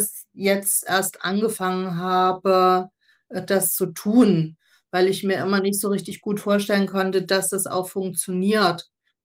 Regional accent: Dresden, Saxony, Germany

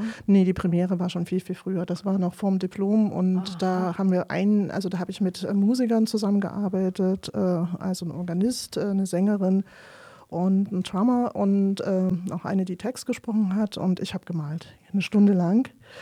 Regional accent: Leipzig, Saxony, Germany; Jedenfalls bin ich in Leipzig groß geworden.

